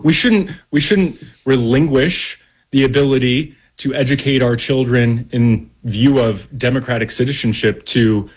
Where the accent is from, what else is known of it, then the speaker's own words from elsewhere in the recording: Florida, United States; coming home to my home state